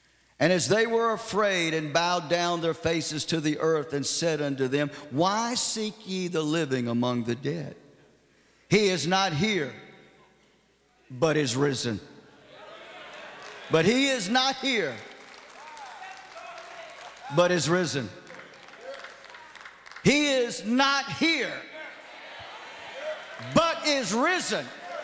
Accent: United States

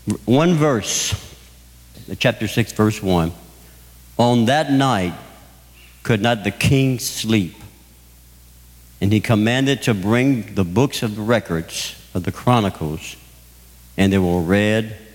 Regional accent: Thibodaux, Louisiana, United States; also born or lived in West Virginia; Thibodaux, where I'm from, the metropolitan city, and we're actually above sea level, 12 foot.

